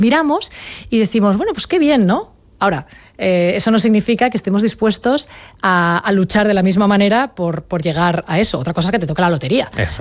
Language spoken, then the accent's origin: Spanish; Sant Feliu de Llobregat, Catalonia, Spain; Yo había estado trabajando en Barcelona hasta aquel momento, porque soy de Sant Feliu de Llobregat